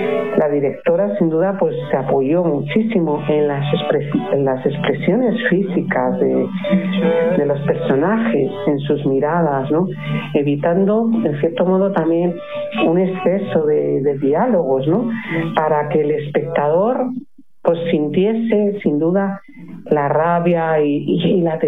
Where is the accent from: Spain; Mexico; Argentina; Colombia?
Spain; Pamplona, Navarre; yo vivía en Pamplona cuando era niña